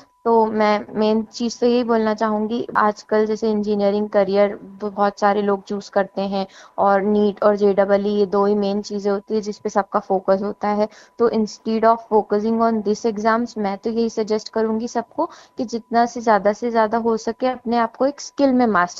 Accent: Ratlam, Madhya Pradesh, India; मैं रतलाम मध्य प्रदेश की रहने वाली हूँ।

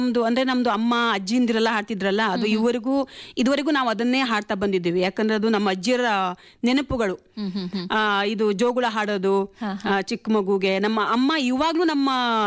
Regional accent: Uttara Kannada district, Karnataka, India; now in Bengaluru, India; ನಾವು ಉತ್ತರ ಕನ್ನಡ ಜಿಲ್ಲೆ ಆ್ಯಂಡ್ ಮಂಚಿಕಿರಿ, ಒಂದು ಚಿಕ್ಕ ಗ್ರಾಮ ಅಣಲೇಸರ ಅಂತ, ಅಲ್ಲಿ ಹುಟ್ಟಿದ್ದೆ ನಾನು.

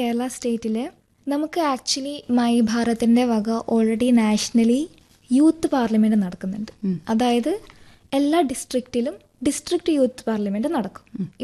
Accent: Kerala, India; moved away; also born or lived in North India; ഞാൻ ഇങ്ങനെ നോർത്തിലായിരുന്നു, അതുകൊണ്ട് എനിക്ക് ഈ ലാംഗ്വേജ് കുറച്ചും കൂടി ഫ്ലുവൻസി ഉണ്ട്. അപ്പോൾ പറഞ്ഞു നിന്നെ കണ്ടാൽ തോന്നില്ലല്ലോ, ഞാൻ പറഞ്ഞു ഞാൻ മലയാളിയാണ്, കണ്ടാൽ തോന്നിട്ടുണ്ട് എനിക്ക് ഹിന്ദി അറിയാം.

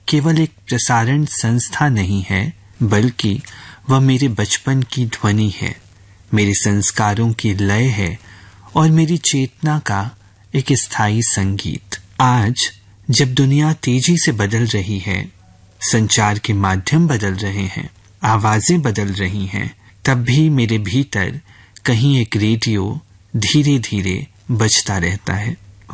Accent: Gorakhpur, Uttar Pradesh, India; मेरा बचपन गोरखपुर में बीता, शुरुआती शिक्षा भी।

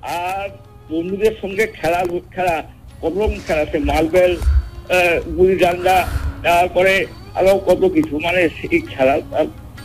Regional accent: Rourkela, Odisha, India; also born or lived in Krishnanagar, West Bengal; বাবা তো চাকরি করতো সেই শুধু উড়িষ্যা রাউরকেলাতে, সেখানে বড় হওয়া, কিন্তু আমাদের বাড়ি হচ্ছে এই কৃষ্ণনগর, এখানে গরমের ছুটিতে চলে আসতাম গ্রীষ্মের বন্ধে

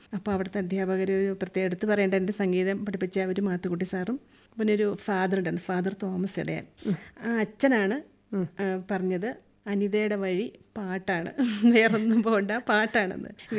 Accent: Kozhikode district, Kerala, India; moved away as an adult; now in Idukki, India; ഞാൻ പഠിച്ചത് വളർന്നില്ല കോഴിക്കോട് ജില്ലയിൽ.

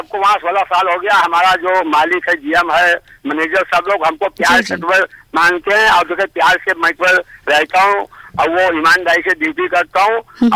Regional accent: Prayagpur, Uttar Pradesh, India; born there; moved away as an adult; now in Chandigarh, India; हमारा गांव है जिला बहराइच और प्रयागपुर, और ये उत्तर प्रदेश यूपी है।

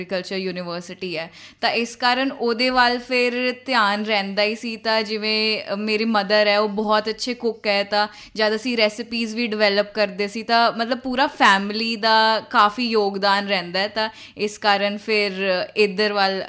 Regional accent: Punjab, India; ਅਤੇ ਕਿਉਂਕਿ ਮੈਂ ਪੰਜਾਬ ਤੋਂ ਬਿਲੋਂਗ ਕਰਦੀ ਹਾਂ ਅਤੇ ਐਗਰੀਕਲਚਰ ਹਾਰਟਲੈਂਡ ਬੋਲਦੇ ਹਨ ਇਹਨੂੰ ਇੰਡੀਆ ਦਾ

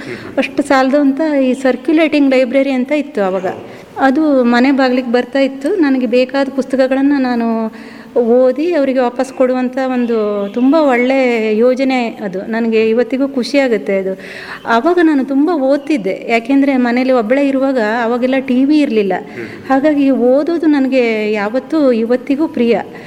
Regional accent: Sorab, Karnataka, India; born there; moved away as an adult; also born or lived in Kodagu / Mysore district; now in Siddapur, India; ನಾನು ಶಿವಮೊಗ್ಗ ಜಿಲ್ಲೆಯ ಸೊರಬ ತಾಲೂಕಿನವಳು. ಆಮೇಲೆ ನಮ್ಮ ಯಜಮಾನರ ನೌಕರಿಯ ನಿಮಿತ್ತ ನಾವು ಕೊಡಗು ಮತ್ತು ಮೈಸೂರು ಜಿಲ್ಲೆಗಳಲ್ಲೆಲ್ಲ ಇದ್ವಿ.

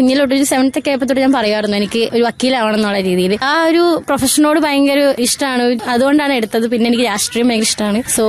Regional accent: Mulanthuruthy, Kerala, India; Nadu Mulanthuruthy.

